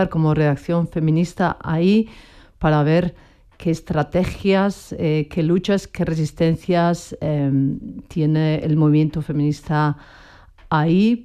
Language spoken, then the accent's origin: Spanish; Basque Country, Spain; yo siendo una vasca, una persona vasca políticamente perseguida todos estos años